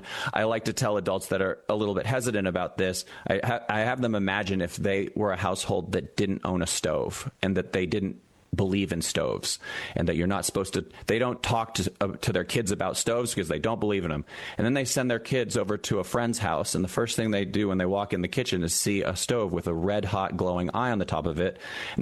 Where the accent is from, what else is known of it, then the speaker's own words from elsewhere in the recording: Massachusetts, United States; I come from Massachusetts myself. I was raised in Massachusetts. I grew up in communities.